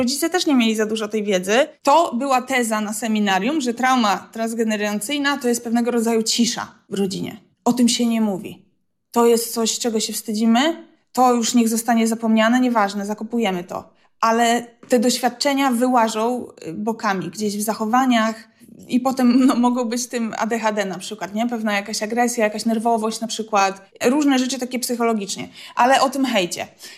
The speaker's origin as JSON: {"language": "Polish", "region": "Warmian-Masurian Voivodeship", "country": "Poland", "tie": "born or raised there", "said": "Ale jednak kochamy tą ziemię, tutaj się urodziliśmy. Ja nie znam innych terenów, ja się wychowałam na pagórkach, na jeziorach. Mówię językiem polskim, no teraz współczesnym, może nie gwarą. Ale my też chcemy czuć się stąd. Tu już jesteśmy trzecim pokoleniem, już tutaj mamy korzenie zapuszczone"}